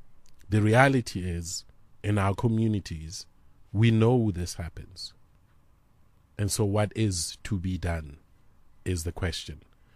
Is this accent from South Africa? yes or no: yes; Pretoria, Gauteng, South Africa; growing up in Pretoria